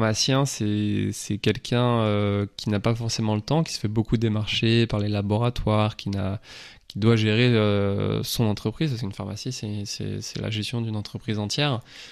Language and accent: French; Lorient, Brittany, France; je suis de Lorient, je suis revenu sur Lorient